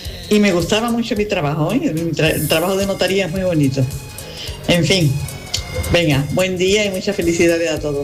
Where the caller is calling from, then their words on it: Seville, Andalusia, Spain; de Sevilla. Mira, yo me jubilé con 58 años.